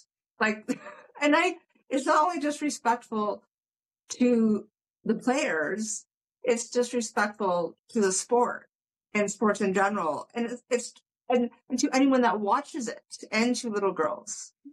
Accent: Canada; I'm actually looked at as a Canadian hero now

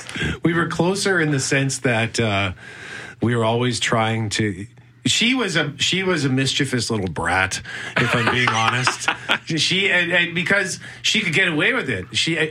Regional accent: Winnipeg, Manitoba, Canada; Yeah, born and raised in Winnipeg. Grew up in Transcona. Lived there for the first 28 years of my life.

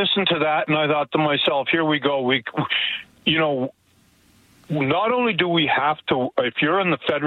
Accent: Quebec, Canada; now in Calgary, Canada; I went through 4 years of uncertainty in the province of Quebec when I grew up down there.

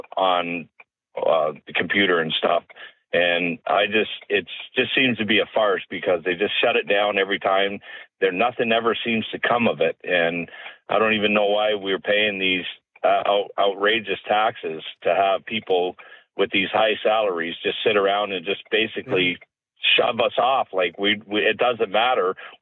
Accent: Canada; I think we deserve better as Canadian citizens paying these high taxes

